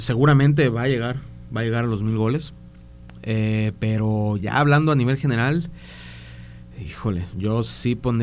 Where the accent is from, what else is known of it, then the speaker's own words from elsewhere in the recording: Mexico; Yo creo que para mí, como mexicano.